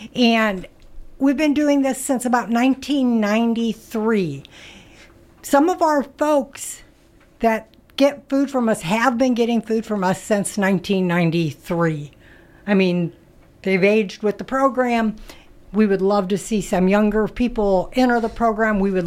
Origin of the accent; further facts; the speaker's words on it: Indiana, United States; moved away; I'm from Indiana